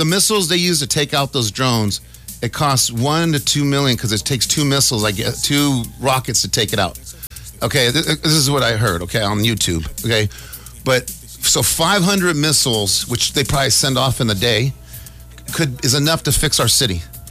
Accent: United States; I'm American, baby.

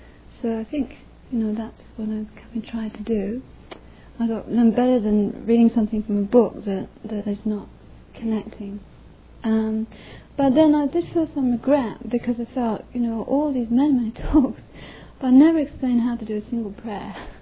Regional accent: England, United Kingdom; born or raised there

